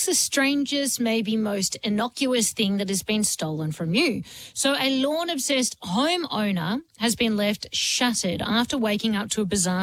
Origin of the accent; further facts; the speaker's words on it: Sydney, New South Wales, Australia; Where I grew up in Sydney, there is no nature strip